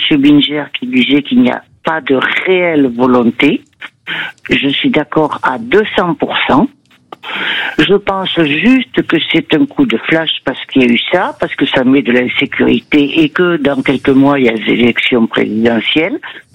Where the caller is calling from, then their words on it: Nouvelle-Aquitaine, France; je suis de la Gironde.